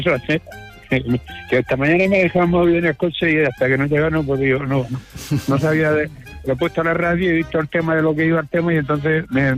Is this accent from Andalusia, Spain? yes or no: no; Aledo, Region of Murcia, Spain; Lo tenemos aquí a un paso de mi pueblo, que es Aleo, y todos los días.